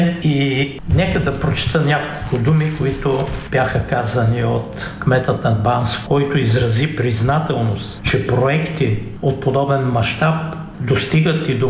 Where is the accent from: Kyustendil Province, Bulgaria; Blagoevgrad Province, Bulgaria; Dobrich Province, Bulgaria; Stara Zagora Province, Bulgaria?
Kyustendil Province, Bulgaria; Dupnitsa; Аз съм роден в Дупница